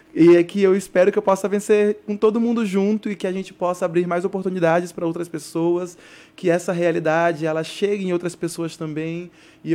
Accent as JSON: {"language": "Portuguese", "town": "Tabatinga", "region": "Amazonas", "country": "Brazil", "tie": "born or raised there", "said": "Eu nasci, cresci em Tabatinga"}